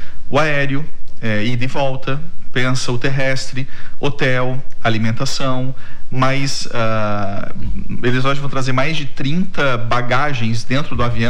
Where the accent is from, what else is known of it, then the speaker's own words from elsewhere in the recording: Brazil; moved away; Eu sou do interior.